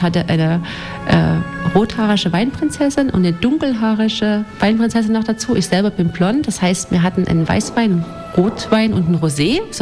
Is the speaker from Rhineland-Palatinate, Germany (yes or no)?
no; Radebeul, Saxony, Germany; now in Pirna, Germany; Ich bin selber Wahlpirnerin. Ich komme ursprünglich aus Radebeul, bin nach Pirna gezogen.